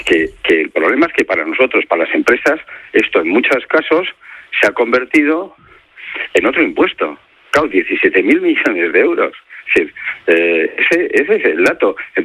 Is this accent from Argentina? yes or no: no; Basque Country, Spain; donde más absentismo hay en España es en mi tierra, en el País Vasco, y es donde los salarios son más altos.